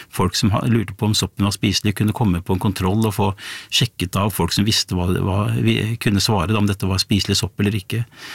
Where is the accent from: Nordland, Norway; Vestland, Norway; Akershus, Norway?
Akershus, Norway; Bærum; jeg vokste jo opp i Bærum på 70-tallet, blått og konservativt